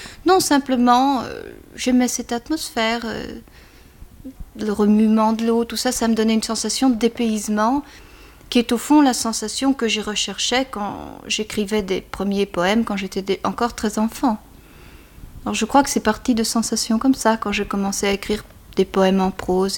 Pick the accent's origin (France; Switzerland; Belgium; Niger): Belgium; Antwerp, Flanders; Mon enfance s'est passée en Flandre, comme vous savez, j'étais enfant à Anvers, dans un port.